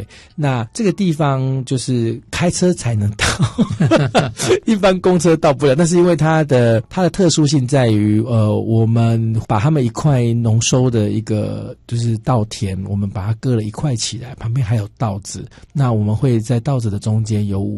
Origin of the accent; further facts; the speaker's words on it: Gukeng, Yunlin County, Taiwan; 我们老家还是一样在古战场，所以还看得到被子弹打穿的地方都还在这样子。